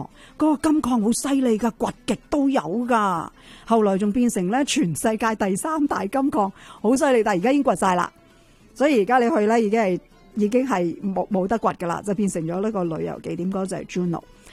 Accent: Canada; 我哋加拿大温哥华咧

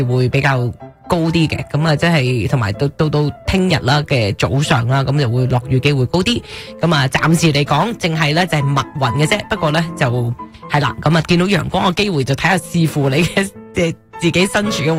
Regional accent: Canada; now in Calgary, Canada; 系我哋喺加拿大啦，喺 Calgary 啦

